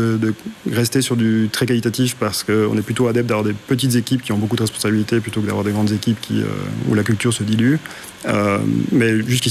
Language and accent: French; Charleroi, Wallonia, Belgium; je suis wallon, je viens de Charleroi, j'ai étudié là-bas.